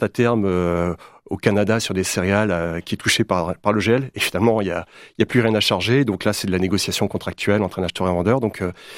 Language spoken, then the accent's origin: French; Brittany, France; moved away; Je suis effectivement originaire de Bretagne, fils d'agriculteur. Donc j'ai baigné dans l'agriculture bretonne.